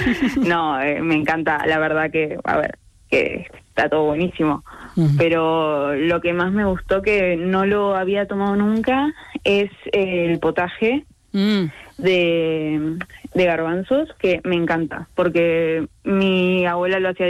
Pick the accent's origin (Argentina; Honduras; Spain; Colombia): Argentina; porque si bien yo soy argentina, mi familia toda de España